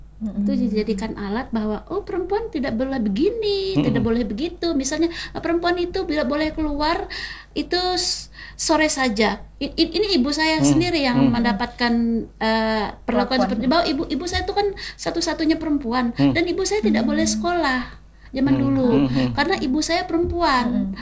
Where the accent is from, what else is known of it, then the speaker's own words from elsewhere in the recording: Central Kalimantan, Indonesia; saya sebagai orang Kalteng sendiri